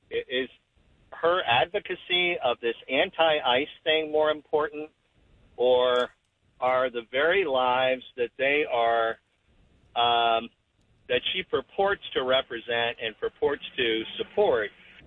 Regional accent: Montgomery County, Maryland, United States; moved away as an adult; now in Carroll County, United States; I grew up in Montgomery County and moved out of there in 1984 after graduating from college

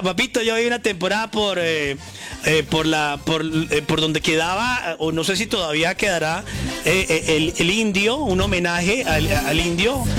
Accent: Colombia; como típico colombianos que somos

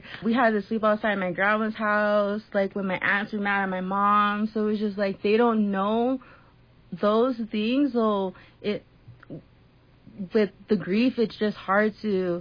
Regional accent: San Carlos, California, United States; when we were growing up in San Carlos, me and Jared were super, super tight.

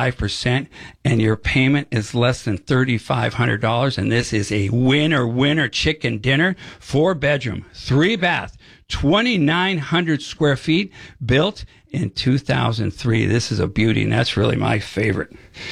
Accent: Colombia; now in United States; I love this country. I'm a patriot from Colombia, and we are saving the American dream.

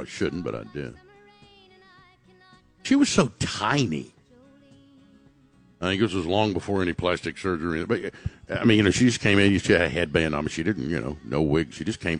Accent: Sevier County, Tennessee, United States; I grew up in Sevier County.

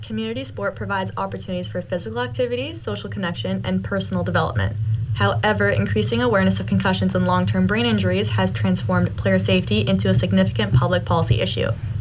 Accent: Canada; All right, so I'm from Canada. You guys have a much more intense outlook on sport than we do back home.

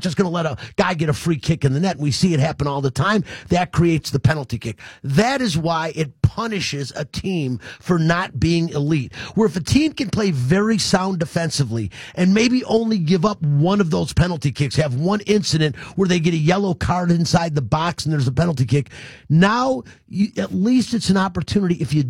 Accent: United States; I'm an American.

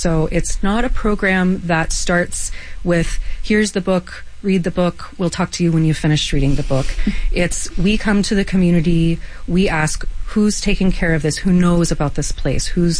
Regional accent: Texas, United States

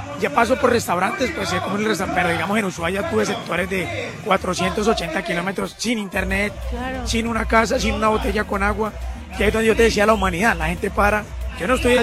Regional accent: Colombia; pero es muy hermoso sentirse uno en una ciudad divina y hermosa, o sea, eso es felicidad para mí como colombiano.

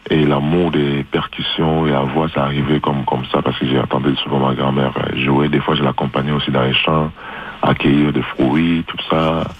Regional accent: Canada; surtout parce que j'habite au Canada, je suis canadien.

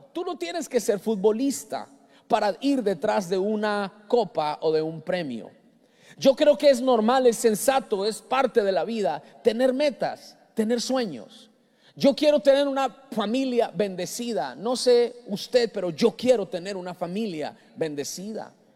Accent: Colombia; Yo soy colombiano y a los de Colombia nos dijeron, usted van a, muchos dijeron, usted va a ganar la copa.

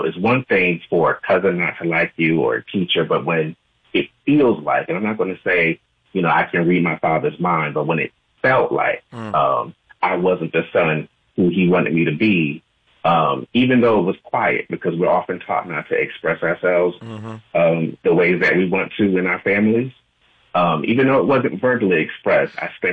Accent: Newark, New Jersey, United States; We grew up in Newark, New Jersey, and he was beloved, and he was a guy's guy.

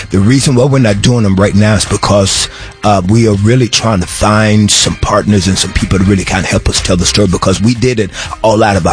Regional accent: Fort Worth, Texas, United States; You know, I'm from Fort Worth, Texas, you know, raised on government cheese.

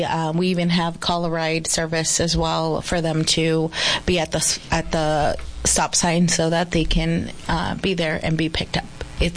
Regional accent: Guanajuato, Mexico; now in Yuma, United States; growing up in El Rancho, the rural communities

